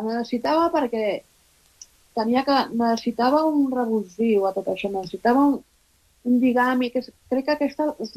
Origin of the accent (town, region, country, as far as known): Barcelona, Catalonia, Spain